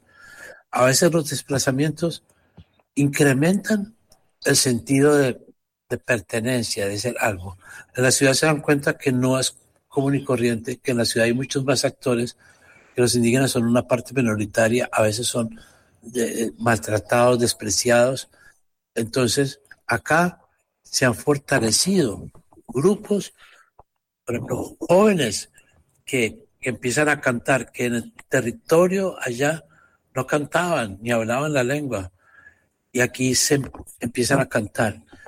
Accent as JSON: {"language": "Spanish", "town": "Medellín", "region": "Antioquia", "country": "Colombia", "tie": "born or raised there", "moved": "as an adult", "lives_now": "Amazon region, Colombia", "said": "Yo soy de Medellín, Antioquia. Medellín."}